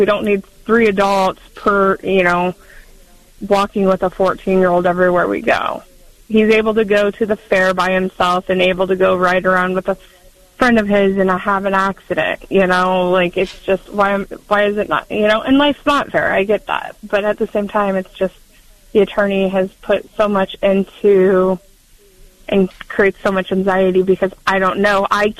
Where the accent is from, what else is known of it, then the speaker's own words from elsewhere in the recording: Hastings, Nebraska, United States; I'm from Hastings and Nebraska, and every day I face a new challenge